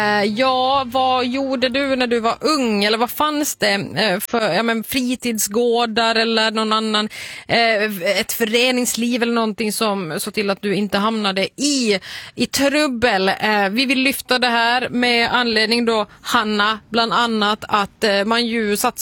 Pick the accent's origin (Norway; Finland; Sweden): Finland; Sundom, Ostrobothnia; Alltså vi hade ju en fritidsgård i byn där jag växte upp i Sundom som hette Vinden